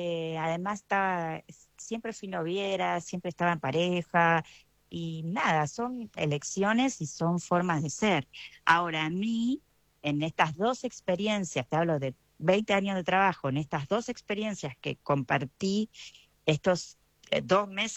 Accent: Argentina

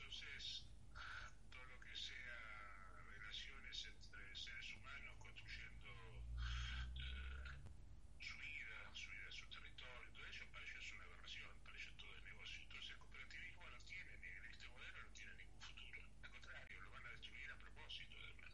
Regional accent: Luján, Buenos Aires Province, Argentina; Soy de la provincia de Buenos Aires, ciudad de Luján.

